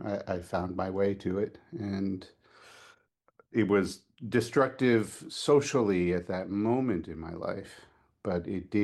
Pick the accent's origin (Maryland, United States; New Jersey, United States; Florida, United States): New Jersey, United States; I grew up in actually in New Jersey, in South Jersey, near Philadelphia